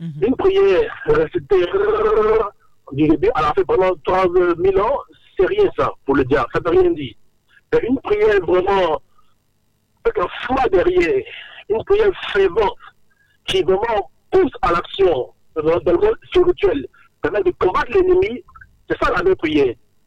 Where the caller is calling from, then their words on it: Abidjan, Côte d’Ivoire; Yopougon.